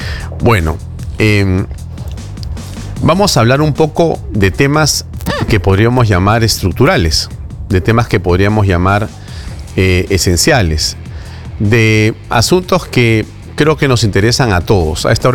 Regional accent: Peru; necesitamos los peruanos, que nos merecemos los peruanos

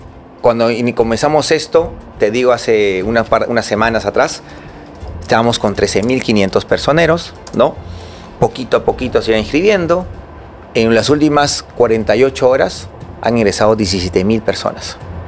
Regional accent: Peru; Eso nos ha hecho mucho daño como peruanos.

